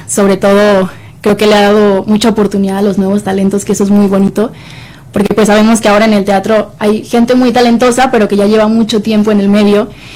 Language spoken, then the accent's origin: Spanish; Monterrey, Nuevo León, Mexico; y que yo, que vengo de Monterrey, obviamente toda la gente de otras ciudades pues queremos venir aquí a la capital a cumplir nuestros sueños